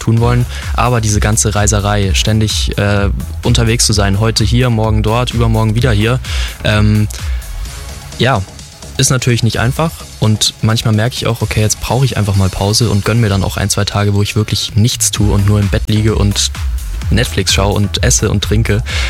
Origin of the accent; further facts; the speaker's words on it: Bavaria, Germany; also man muss sagen, ich komme aus dem Allgäu ursprünglich, hat über mich berichtet